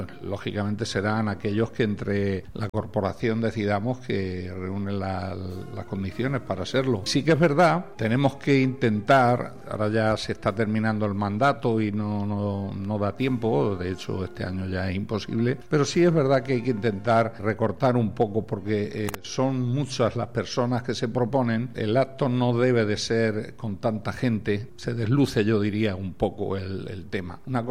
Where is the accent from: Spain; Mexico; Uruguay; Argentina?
Spain; Caudete, Castilla-La Mancha